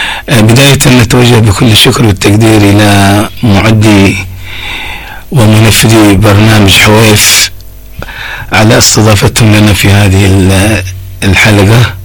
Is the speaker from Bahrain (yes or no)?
no; Mukalla, Hadramaut, Yemen; من سكان حي العمال، أولد من مواليد 1958، ونشأت في حي الشارج اللي هو ما سمي بعد ذلك بحي العمال إلى منطقة الشارج عامة.